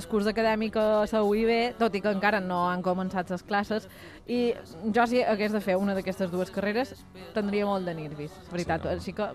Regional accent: Bunyola, Balearic Islands, Spain; Que xarri del meu poble.

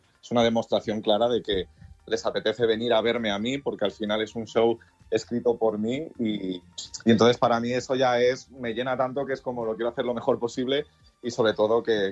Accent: Balearic Islands, Spain; moved away as an adult; now in Madrid, Spain; soy mallorquín, pero es que ya tengo 36 años y me fui a los 19 a Madrid.

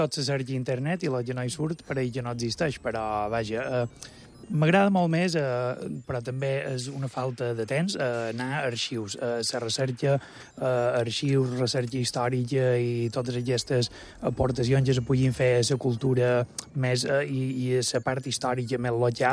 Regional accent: Felanitx, Balearic Islands, Spain; Vaig néixer a Felanitx. Hi faig feina

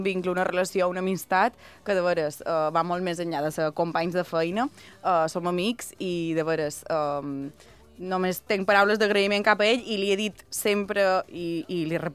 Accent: Sencelles, Balearic Islands, Spain; born or raised there; now in Palma, Spain

